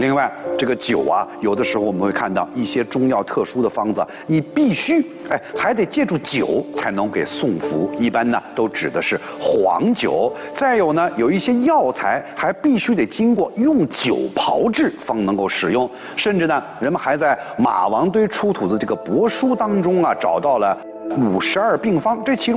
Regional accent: China

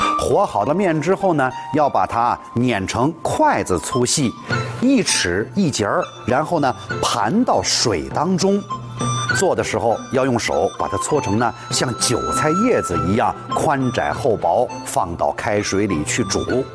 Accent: Northwest China, China

